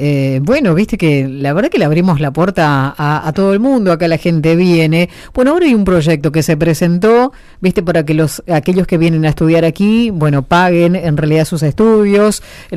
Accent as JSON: {"language": "Spanish", "country": "Argentina", "said": "Como argentino te digo"}